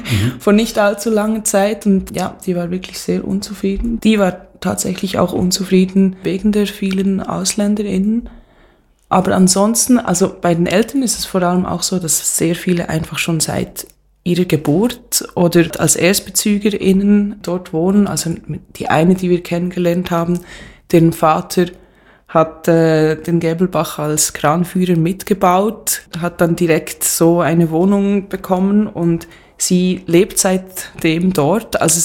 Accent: Bern, Switzerland; ich bin eben auch in Bern aufgewachsen, aber in der Lenggasse, was schon ein sehr viel behüteteres, akademischeres Quartier auch schon war, als ich klein war.

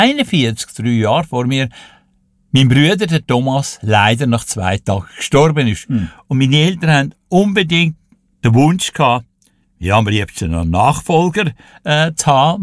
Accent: Wallisellen, Zurich, Switzerland; Ich bin geboren in Zürich, aber aufgewachsen in Wallisellen.

